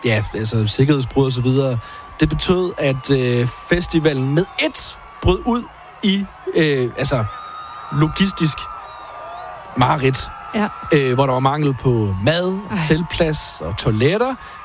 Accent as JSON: {"language": "Danish", "town": "Herning", "region": "Central Denmark Region", "country": "Denmark", "said": "Jeg er fra Herning"}